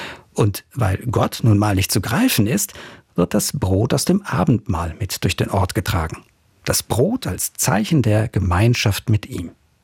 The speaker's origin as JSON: {"language": "German", "region": "North Rhine-Westphalia", "country": "Germany", "tie": "born or raised there", "said": "Wenn ich mich ans katholische Westfalen erinnere, wo ich aufgewachsen bin"}